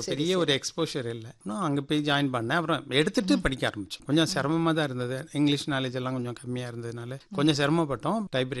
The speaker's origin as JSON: {"language": "Tamil", "town": "Nallikundan Palayam", "region": "Tamil Nadu", "country": "India", "tie": "born or raised there", "said": "என்னோட சொந்த ஊர் வந்து தாலக்கரை நல்லிக்குண்டன் பாளையம் பொள்ளாச்சி வட்டாங்க மேடம். என்னோட படிப்பு எல்லாம் டி காளிப்பாளையம்னு ஒரு வில்லேஜ், அங்க என்னுடைய 10th வரைக்கும் அங்க இருந்தேன்."}